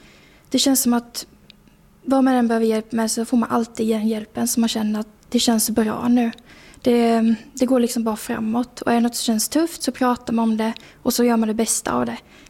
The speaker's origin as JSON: {"language": "Swedish", "region": "Småland", "country": "Sweden", "moved": "yes", "lives_now": "Västerås, Sweden", "said": "Jag flyttade till Västerås för jag är från Småland."}